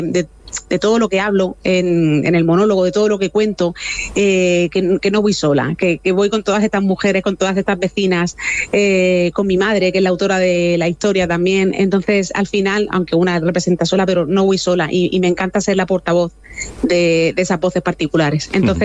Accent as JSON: {"language": "Spanish", "town": "Cieza", "region": "Region of Murcia", "country": "Spain", "lives_now": "Murcia, Spain", "said": "porque yo, aunque soy de Cieza, también llevo"}